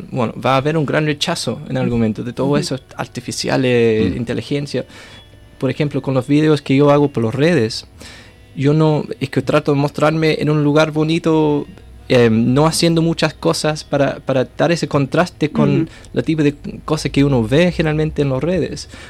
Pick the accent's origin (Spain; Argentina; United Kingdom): United Kingdom; Spanish is a second language; moved away; nosotros británicos somos los malos en las películas de Hollywood.